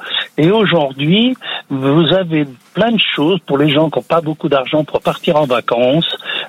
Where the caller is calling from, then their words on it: Neuilly-sur-Eure, Normandy, France; J'habite à Neuilly-sur-Eure. On est un petit village qui est sympa comme tout.